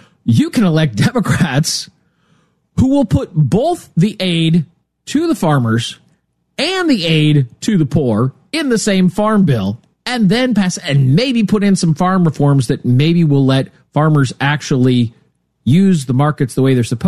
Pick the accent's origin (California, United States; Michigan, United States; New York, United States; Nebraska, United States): Nebraska, United States; Lincoln; I'm from Lincoln, eastern edge of the state.